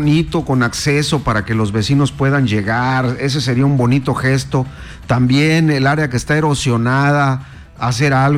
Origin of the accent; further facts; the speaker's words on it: Mexico; Yo soy mexicano